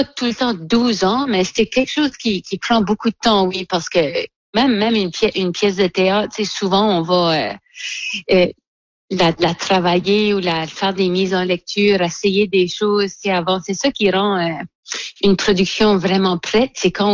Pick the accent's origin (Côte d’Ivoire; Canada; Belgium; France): Canada; Dieppe, New Brunswick; now in Shediac, Canada; Là, moi, j'ai grandi à Dieppe.